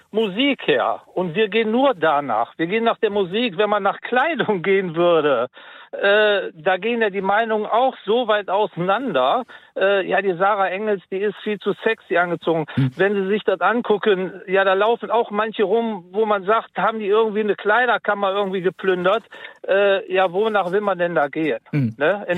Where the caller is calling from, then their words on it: Germany; Das fand ich schon sehr beschämend, dass selbst wir als Deutsche noch nicht mal hinter unserer Sängerin stehen.